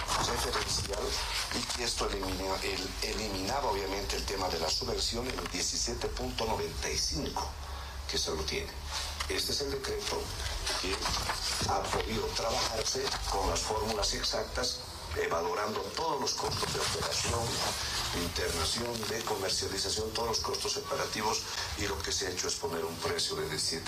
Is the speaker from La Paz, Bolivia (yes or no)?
yes; Carabuco, La Paz, Bolivia; por el lado de mi pueblo, por decir, por el lado de la provincia de Camacho, tal vez la provincia de Amasuyos, pasando a Chacachi, pasando Ancoraimes, llegando a Carabuco, que es el lugar de mi pueblo, de mi comunidad.